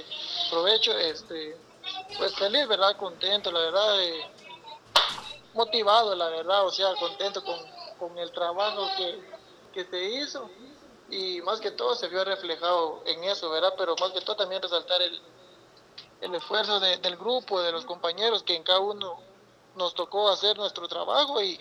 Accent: Sanarate, El Progreso, Guatemala; Yo soy de la aldea San Miguel Conacaste, ahí en San Arate del Progreso

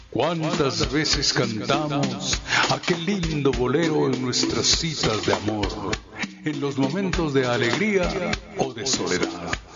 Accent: Quetzaltenango, Guatemala; now in Guatemala City, Guatemala

